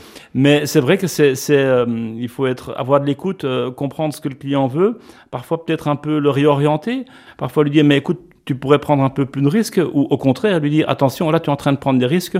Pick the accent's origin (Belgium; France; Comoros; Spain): Belgium; Antwerp, Flanders; now in Luxembourg; Je n'avais donc plus de lien où je me sentais plus obligé de rester à Anvers, puisque je suis originaire d'Anvers, pour reprendre la société familiale.